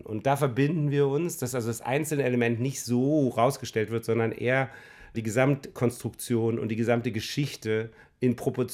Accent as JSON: {"language": "German", "country": "Germany", "said": "Und das ist so typisch britisch. Das können wir eigentlich nicht als Deutsche."}